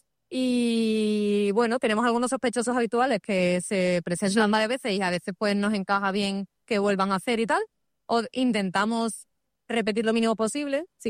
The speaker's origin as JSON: {"language": "Spanish", "town": "Seville", "region": "Andalusia", "country": "Spain", "said": "yo soy sevillana, pero mis abuelos, como son salmantinos"}